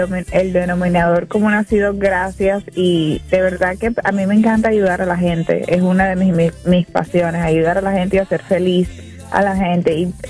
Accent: Venezuela; born there; moved away; Yo me crié muchos años en Venezuela

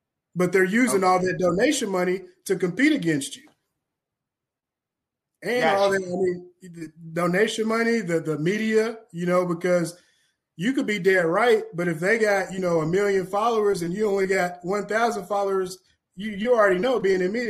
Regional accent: Kentucky, United States; I'm from Kentucky. I organize.

